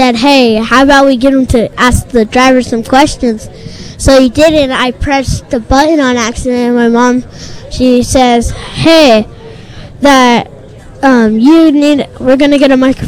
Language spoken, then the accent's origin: English; Santa Maria, California, United States; I'm from Santa Maria, California.